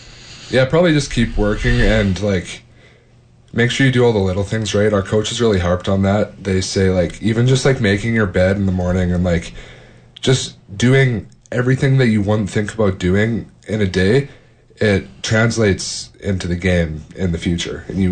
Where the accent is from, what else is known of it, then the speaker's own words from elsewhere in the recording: Saskatchewan, Canada; and since we're from Sask, they have so many more people than we do.